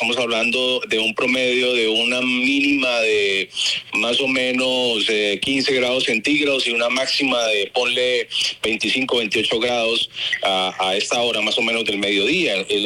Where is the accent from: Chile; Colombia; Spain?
Colombia